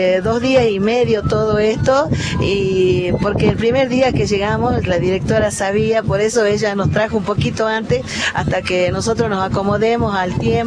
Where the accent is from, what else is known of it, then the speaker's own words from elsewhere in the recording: Jujuy, Argentina; la identidad de nuestro pueblo jujeño, latinoamericano. Dentro de la República Argentina somos los más latinoamericanos. Nosotros no descendemos de barco, nosotros descendemos de esta cultura preciosa que tenemos.